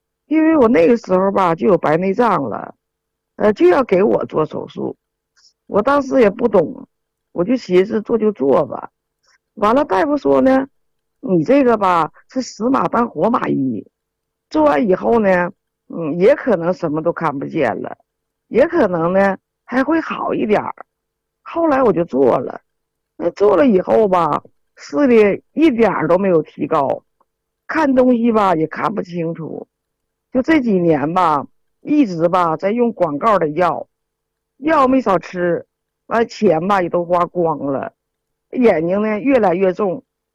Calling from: Shenyang, Liaoning, China; 我是沈阳的，今年78了。

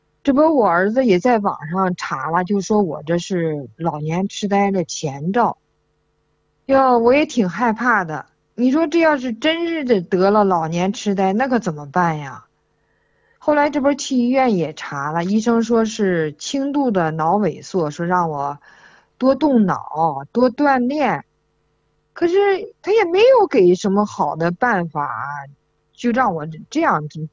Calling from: Baoding, Hebei, China; 我是河北保定的。

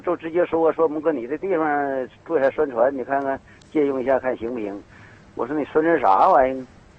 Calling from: Linghai, Liaoning, China; 我家是临海市石山镇一马方村。

